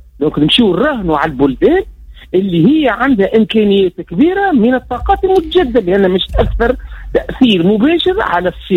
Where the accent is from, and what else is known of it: Tunisia